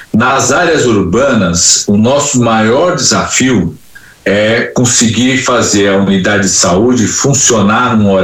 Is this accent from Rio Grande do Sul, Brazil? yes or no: no; São Paulo, Brazil; Eu trabalhei muito tempo com população indígena, eu sou de São Paulo